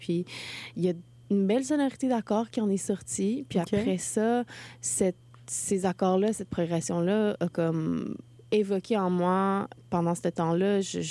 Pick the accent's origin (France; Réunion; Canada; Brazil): Canada; Gatineau, Quebec; moved away as an adult; now in Montreal, Canada; J'ai grandi à Gatineau